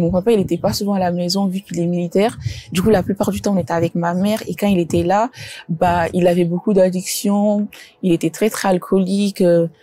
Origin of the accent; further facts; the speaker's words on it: Guinea; born there; je suis née en Guinée.